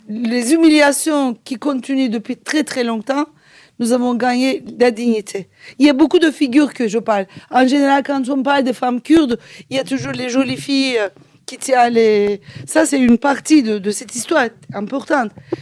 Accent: Turkey; moi je ne peux pas le définir en tant que turc

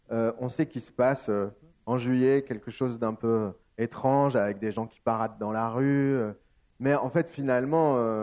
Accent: Avignon, Provence-Alpes-Côte d'Azur, France; Effectivement, je suis né à Avignon, j'ai grandi dans un quartier qui s'appelle la Croix des Oiseaux, qui est en dehors des remparts. Et puis après, j'ai habité au Pont des Deux Eaux.

